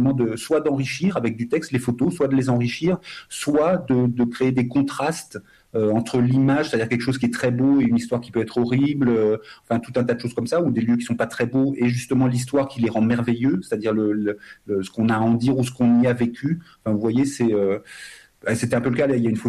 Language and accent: French; France; regardez, moi aussi, je suis né de parents étrangers, je suis ici, je suis Français, voilà quoi.